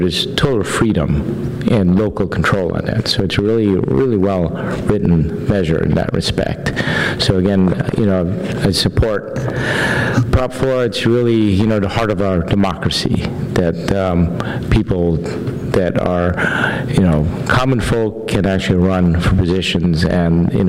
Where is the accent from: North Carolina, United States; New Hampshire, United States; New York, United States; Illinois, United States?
New York, United States; I grew up in New York, and the … name is, you know, it's a huge name.